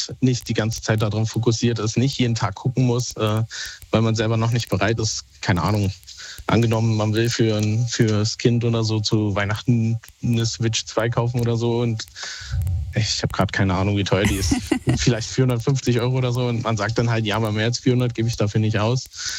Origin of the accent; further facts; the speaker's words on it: Berlin, Germany; wir wohnen halt in Bayern und ich bin ursprünglich Berliner.